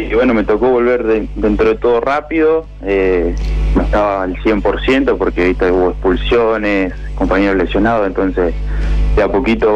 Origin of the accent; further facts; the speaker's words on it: Firmat, Santa Fe, Argentina; now in Casilda, Argentina; Sí, de Firmat.